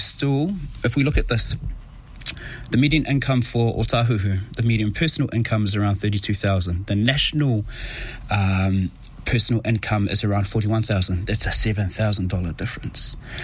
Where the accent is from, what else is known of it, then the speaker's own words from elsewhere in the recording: Tonga; moved away; It was hot. It was beautiful, and we were happy as a child growing up within that space.